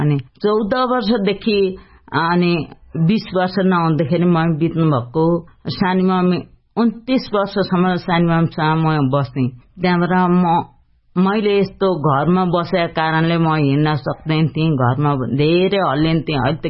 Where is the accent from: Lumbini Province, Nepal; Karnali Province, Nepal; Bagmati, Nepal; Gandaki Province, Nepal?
Bagmati, Nepal; Dolakha; मैले परिचय भन्दै गर्दाखेरि मेरो घर चाहिँ दोलखा हो